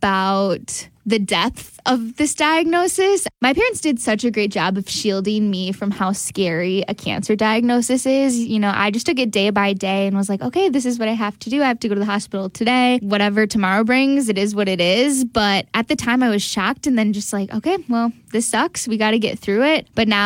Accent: Brookfield, Wisconsin, United States; growing up in Brookfield, sports were my life.

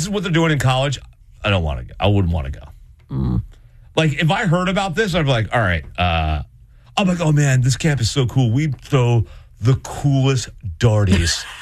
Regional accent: United States; We're American.

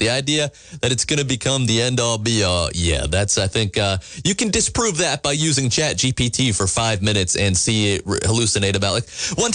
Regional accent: Georgia, United States; because, you know, I am here in South Georgia in Bexley.

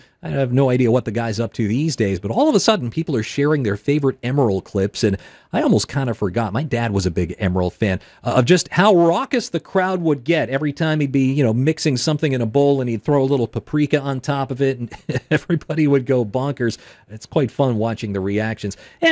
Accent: Massachusetts, United States; I grew up in Massachusetts, home of one of the original classic PBS stations.

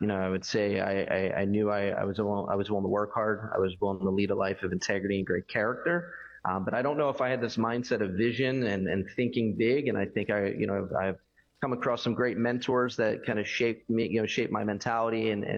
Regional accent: Philadelphia, Pennsylvania, United States; I mean, growing up in South Philadelphia, you know, you see people work 9 to 5, you know, you see grit

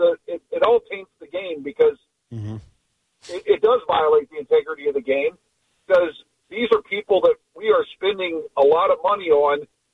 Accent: Cincinnati, Ohio, United States; I grew up in Cincinnati, so I'm Big Red Machine guy.

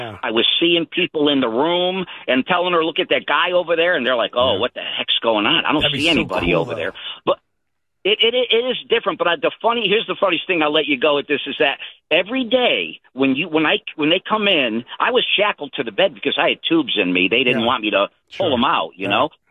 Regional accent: Connecticut, United States; moved away as an adult; now in South Carolina, United States; when I was like 5 years old growing up in Connecticut all my life, and the people that I've known since I moved to South Carolina 30 years

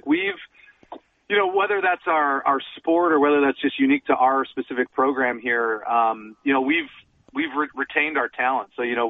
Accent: Chicago, Illinois, United States; now in Louisville, United States; I'm from Chicago

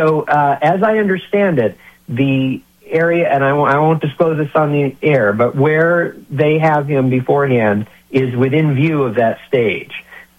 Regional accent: Portsmouth, New Hampshire, United States; moved away as an adult; also born or lived in Exeter / Hampton; now in Nashville, United States; I was actually born in Exeter Hospital and raised early on in Portsmouth, but lived most of my life in Hampton before I moved to Nashville in 2018.

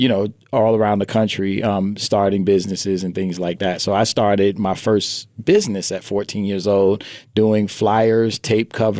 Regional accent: New York City, New York, United States; now in Las Vegas, United States; growing up in Bedford-Stuyvesant

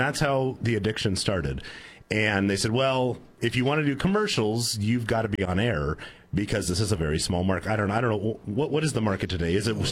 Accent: Fresno, California, United States; moved away as an adult; now in Central Coast, California, United States; I grew up in Fresno.

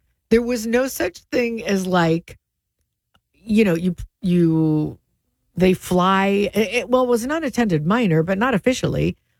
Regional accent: United States; I'm American

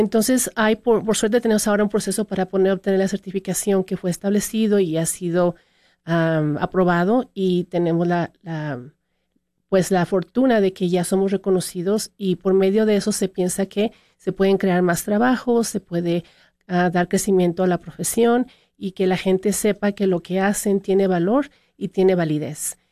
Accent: State of Mexico, Mexico; born there; Mexicana. Soy nacida en el Estado de México, pero viví en varios estados.

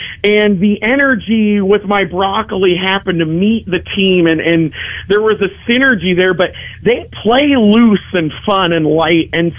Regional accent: Washington, United States; I'm from Washington, and Washington has, my alma mater is Western Washington University, and they have an incredible D2 softball team.

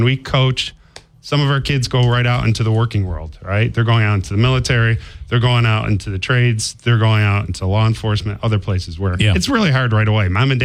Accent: Rome, New York, United States; I grew up in Rome.

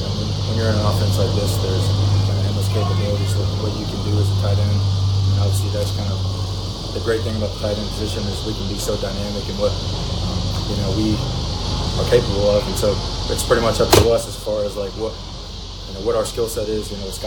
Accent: Indiana, United States; now in Mississippi, United States; I'm from Indiana

